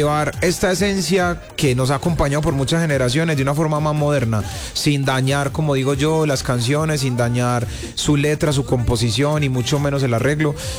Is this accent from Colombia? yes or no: yes; Medellín, Antioquia, Colombia; ahí en la cuadra, en San Javier, yo soy de Sanja